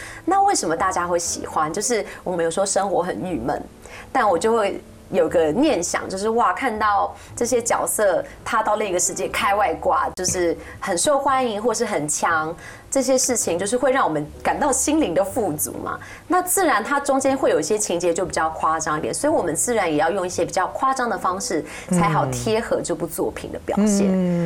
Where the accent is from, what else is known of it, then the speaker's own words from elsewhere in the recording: Taiwan; 就是我们台湾人看布袋戏那样的感觉。